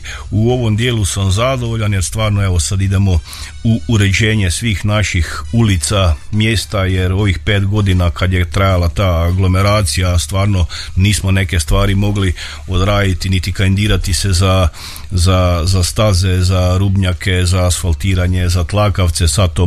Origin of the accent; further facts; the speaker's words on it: Budančevica, Koprivnica-Križevci County, Croatia